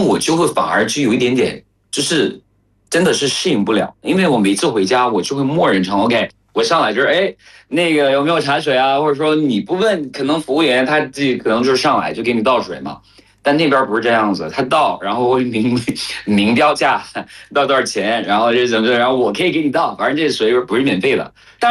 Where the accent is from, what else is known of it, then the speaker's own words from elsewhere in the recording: Cameroon; Chinese is a second language; moved away as an adult; now in China; 我在本国在喀麦隆的时候